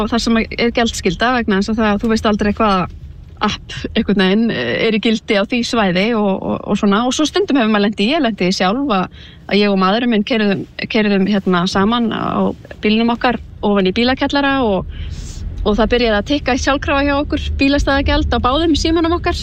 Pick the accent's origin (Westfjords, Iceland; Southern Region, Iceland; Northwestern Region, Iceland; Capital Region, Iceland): Capital Region, Iceland; Reykjavík; þar sem við Reykvíkingar getum fengið að njóta veðurblíðunar þegar hún lætur sjá sig.